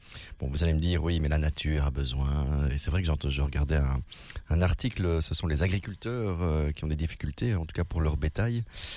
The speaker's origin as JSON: {"language": "French", "country": "Belgium", "said": "je suis belge, mais dans mon cœur, je suis espagnol, moi. Olé, olé. Je ne sais pas ce que je fous ici en Belgique. Moi, j'aurais dû naître en Espagne, en Italie ou en Algérie, que sais-je. Mais pas ici."}